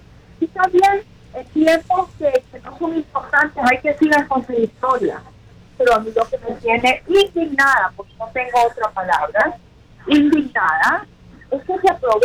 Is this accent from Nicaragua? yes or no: yes; Nicaragua; now in Naples, United States